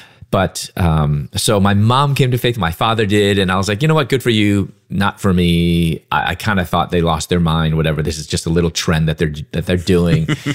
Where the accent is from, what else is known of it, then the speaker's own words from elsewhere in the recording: Chicago, Illinois, United States; moved away as an adult; also born or lived in Louisville / Atlanta; I'm originally from Chicago